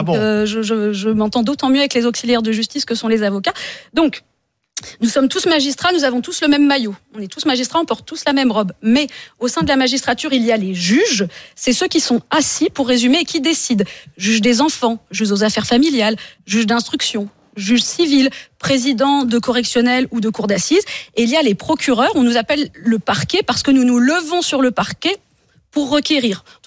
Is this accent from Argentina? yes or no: no; Occitanie, France; moved away; ma région natale qui est le Tarn. Et figurez-vous que la ville de Rabastens, dans laquelle réside toute ma famille